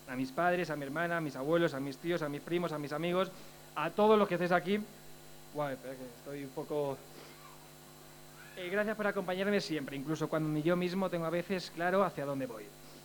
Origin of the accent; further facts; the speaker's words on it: Miguelturra, Castilla-La Mancha, Spain; Yo vengo de Miguel Turra, de la Torre Gorda, de mi familia, de mis amigos, de este barrio, de este pueblo.